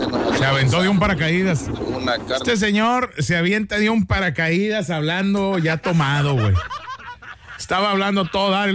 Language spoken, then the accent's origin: Spanish; Guadalajara, Jalisco, Mexico; Lo bueno que yo soy de Guadalajara.